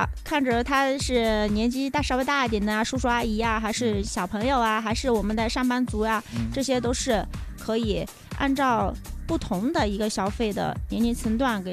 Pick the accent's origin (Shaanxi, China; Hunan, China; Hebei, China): Hunan, China; Changsha; 我从小就是在长沙长大的嘛，长沙县长大的，这等于就是真真正的长沙人